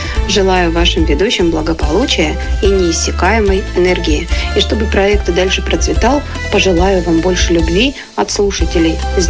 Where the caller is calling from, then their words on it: Adygea, Russia; я из Адыгеи.